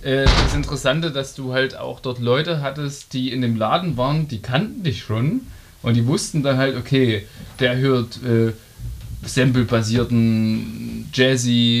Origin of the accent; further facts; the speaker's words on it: Plauen, Saxony, Germany; ich komme halt aus Plauen, da gab es keinen Plattenladen. Und dann mit 18 auf dem Land hat man natürlich immer ein Auto gehabt.